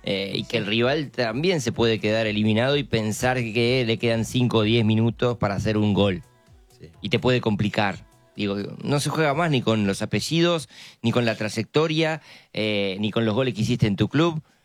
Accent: Argentina; Nosotros como hinchas argentinos

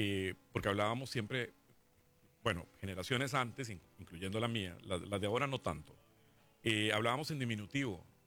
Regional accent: Costa Rica; also born or lived in New York; now in Buenos Aires, Argentina

